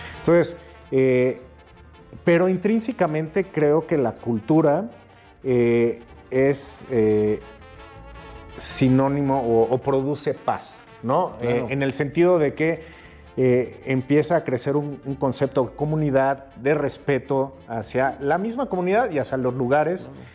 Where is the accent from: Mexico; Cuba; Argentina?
Mexico; la admiración por uno mismo como mexicano